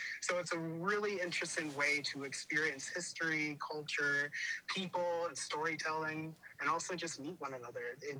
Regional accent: Syracuse, New York, United States; I am from Syracuse right now. I live in Syracuse, and so I'm usually in upstate New York.

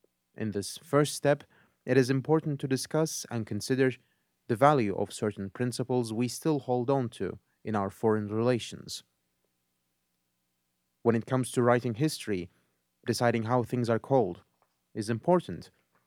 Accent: United States

